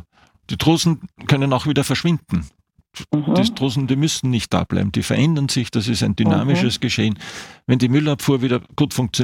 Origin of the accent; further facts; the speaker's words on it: Graz, Styria, Austria; Nein, habe ich nicht. Ich bin aus Graz.